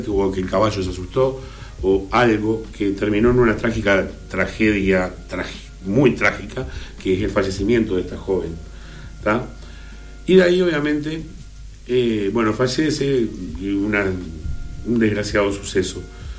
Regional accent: Colonia del Sacramento, Colonia, Uruguay; es mi barrio, nací ahí en Eugenio Arauz y La Rambla, o sea que estamos ahí, y siempre he estado toda mi vida en ese barrio.

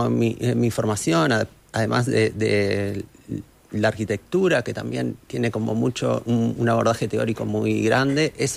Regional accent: Pando, Canelones, Uruguay; yo soy de Pando

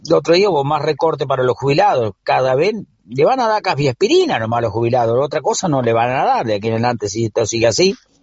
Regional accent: Argentina

